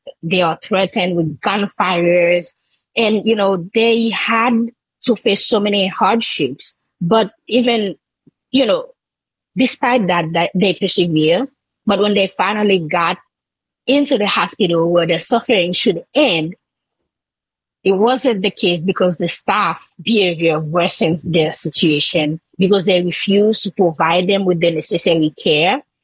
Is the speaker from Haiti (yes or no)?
yes; Haiti; And the road leading to my hometown, was closed through Martissa, which is like, you know, a very big region in Port-au-Prince.